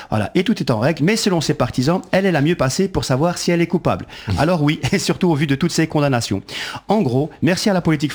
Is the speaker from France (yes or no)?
no; Belgium; Je vous rassure, nous aussi en tant que Belges, on n'y comprend rien.